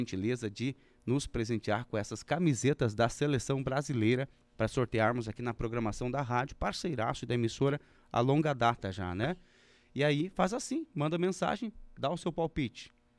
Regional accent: Brazil; somos brasileiros

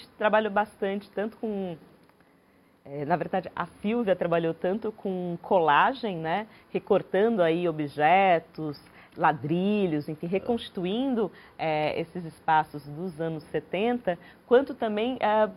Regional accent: Ribeirão Preto, São Paulo, Brazil; Cresci em Ribeirão Preto, sou nascida no interior de São Paulo

